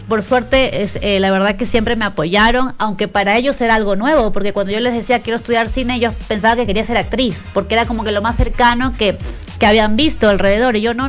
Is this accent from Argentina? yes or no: no; Huaquillas, El Oro, Ecuador; moved away as an adult; now in Spain; vengo de Huaquillas, crecí en Huaquillas, que es un pueblo pequeñito y lindo y también duro a la vez